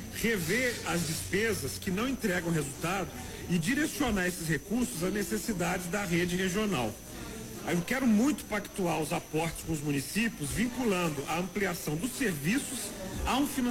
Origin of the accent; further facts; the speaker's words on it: Belo Horizonte, Minas Gerais, Brazil; born there; Eu nasci em Belo Horizonte, tenho 40 anos